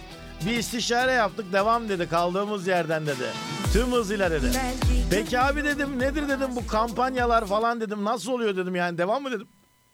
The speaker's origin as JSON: {"language": "Turkish", "region": "Mersin", "country": "Turkey", "tie": "born or raised there", "said": "Mersin'imiz işte ya. Canım memleketim ya. Bir başkadır benim memleketim."}